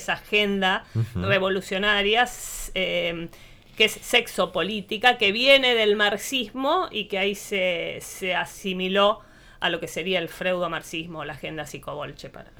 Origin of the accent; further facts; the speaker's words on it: Luján, Buenos Aires Province, Argentina; moved away; yo vengo del conurbano bonaerense, prácticamente vengo del AMBA, de Luján, y que no es tan conurbano